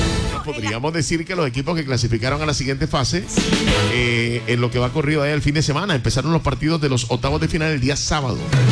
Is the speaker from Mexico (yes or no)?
no; Colombia; para los intereses nuestros colombianos